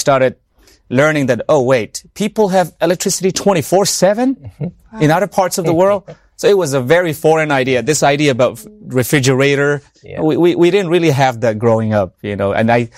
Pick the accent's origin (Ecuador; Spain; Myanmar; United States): Myanmar; moved away; I remember growing up in my home country, Myanmar, we didn't have electricity 24/7.